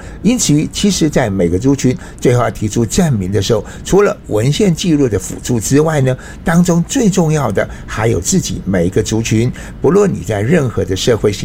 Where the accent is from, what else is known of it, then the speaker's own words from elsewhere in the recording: Nanzhuang, Miaoli County, Taiwan; 我老家就在苗栗县南庄乡，南庄乡自古就是我们赛夏族人所生活居住的部落。